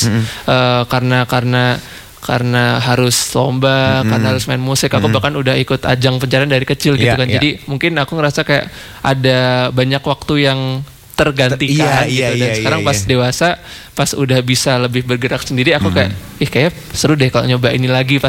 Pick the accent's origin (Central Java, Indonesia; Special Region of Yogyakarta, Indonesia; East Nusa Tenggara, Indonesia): Central Java, Indonesia; Surakarta; Aku kan lahir dan tumbuh besar di Solo.